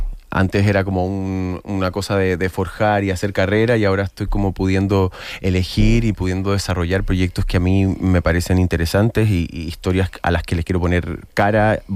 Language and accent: Spanish; Chile; bueno, yo soy chileno y mi carrera se empezó a forjar en Argentina.